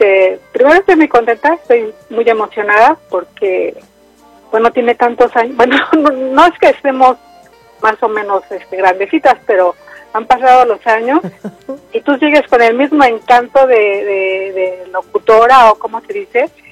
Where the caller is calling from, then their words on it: Arizona, United States; ahorita estoy aquí en Arizona.